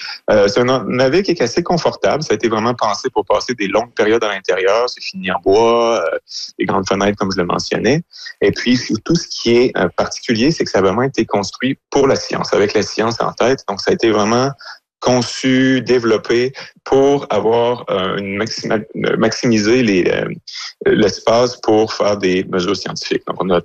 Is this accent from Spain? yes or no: no; Quebec, Canada